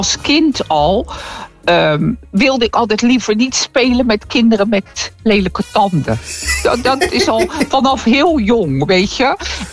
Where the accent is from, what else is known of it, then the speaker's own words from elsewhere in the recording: Rotterdam, South Holland, Netherlands; moved away as an adult; also born or lived in Rockanje / Spijkenisse / Belgium; now in Spain; Uit Hillegersberg. Ik ben geboren zeg maar op de Prins Bernhardskade aan de Plas. Daar woonden mijn ouders toen in bij mensen.